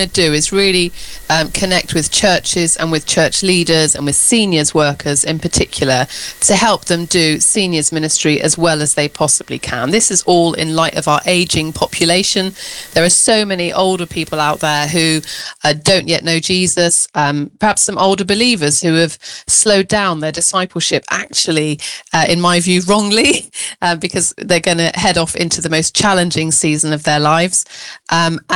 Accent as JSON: {"language": "English", "town": "Weston-super-Mare", "region": "South West England", "country": "United Kingdom", "tie": "born there", "also_born_or_lived": "Germany", "lives_now": "Devon, United Kingdom", "said": "I then moved to Weston-super-Mare, so in the West Country, where I went to school and all the rest of it. But now I live down in Devon"}